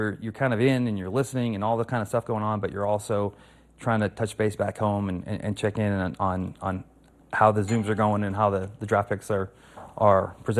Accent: Pennsylvania, United States; And I'm from Pennsylvania.

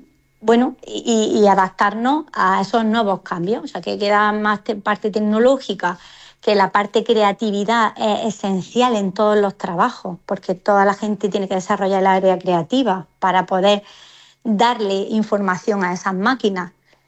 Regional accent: Motril, Andalusia, Spain; la capital de España es Motril, vaya, básicamente. No, pues a ver, yo al final siempre barro para mi tierra.

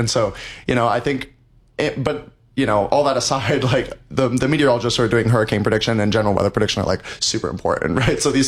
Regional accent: Florida, United States; also born or lived in Los Angeles; I grew up in Florida. And so Florida is known, like, it's in this area where, like, the clouds are crazy. Like, I lived in L.A. for 5 years.

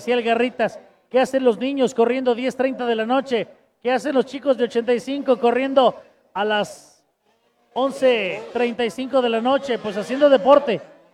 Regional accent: Martínez de la Torre, Veracruz, Mexico; soy de Martínez de la Torre, Veracruz

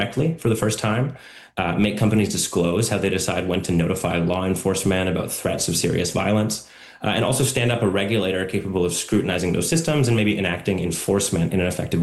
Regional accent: British Columbia, Canada; As a resident of BC and as a Canadian

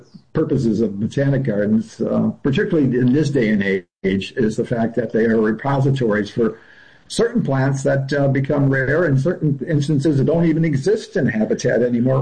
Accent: Midwest, United States; born or raised there; also born or lived in Latin America

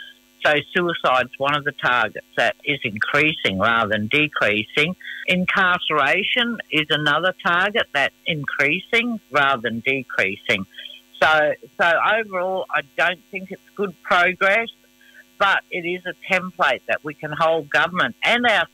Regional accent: Western Australia, Australia; But my mob are from the Kimberley. I'm from the Bardi people of the Kimberley, and … So that's my people. That's my mob.

